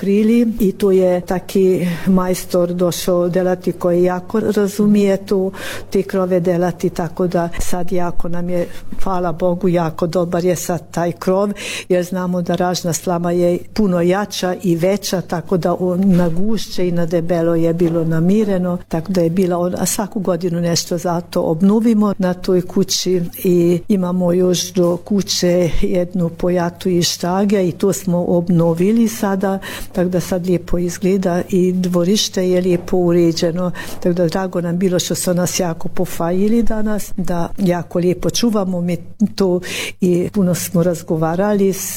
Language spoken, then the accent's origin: Croatian; Lakócsa, Somogy, Hungary; kod nas u Lukovišću